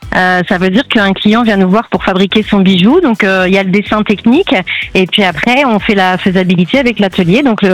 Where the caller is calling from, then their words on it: Plérin, Brittany, France; J'appelle de Plérin, dans les Côtes d'Armor